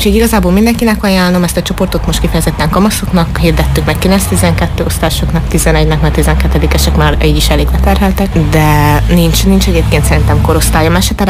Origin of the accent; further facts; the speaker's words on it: Romania; accent: Gyimes dialect; now in Cluj-Napoca, Romania; gyimesi, hogyha hallatszik a tájszólásomon